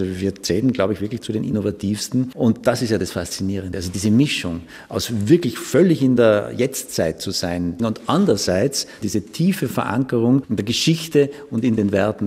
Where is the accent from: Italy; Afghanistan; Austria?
Austria; Tyrol; Aber nicht erst seitdem ich hier bin, sondern ich bin in Tirol aufgewachsen und bin da schon sehr christlich sozialisiert